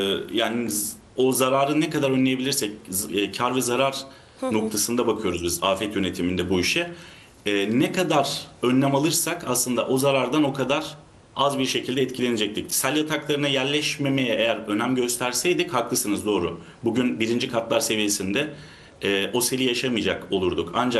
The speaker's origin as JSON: {"language": "Turkish", "region": "Istanbul", "country": "Turkey", "said": "Trafikte ciddi saat ve zaman harcıyoruz biz İstanbullular olarak."}